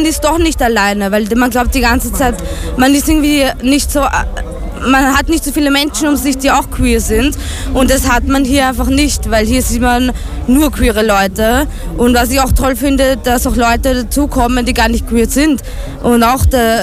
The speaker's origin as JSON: {"language": "German", "town": "Wiener Neustadt", "region": "Lower Austria", "country": "Austria", "said": "Ich bin eigentlich aus Wiener Neustadt. Bin von Wiener Neustadt auf die St. Pöltener Pride gekommen."}